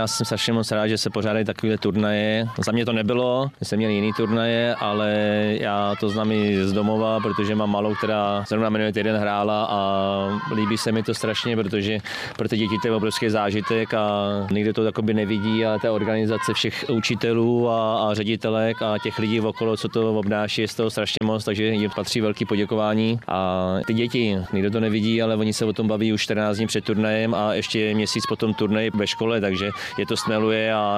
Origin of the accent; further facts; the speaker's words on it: Beroun, Central Bohemian Region, Czechia; já jsem chodil tam u nás v Berouně na školu